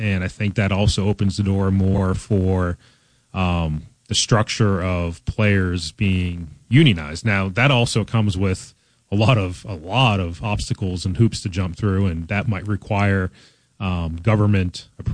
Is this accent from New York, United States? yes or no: yes; Buffalo, New York, United States; And I came from Buffalo down here.